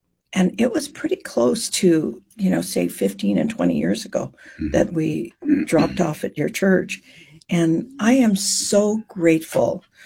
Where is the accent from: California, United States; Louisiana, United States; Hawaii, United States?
Hawaii, United States; I'm from Hawaii, so mm-hmm. you know, we speak English.